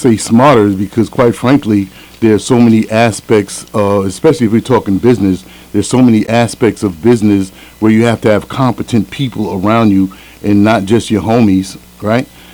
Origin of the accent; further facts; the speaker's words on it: New York City, New York, United States; Friends for Life being six families from the south side of Jamaica, Queens, of which my family is one, who grew up over there together in the south side of Queens